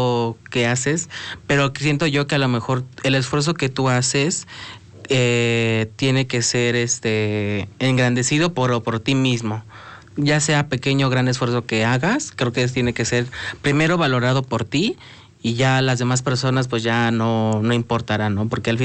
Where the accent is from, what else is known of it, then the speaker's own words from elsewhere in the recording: Argentina; Es que yo soy de Argentina.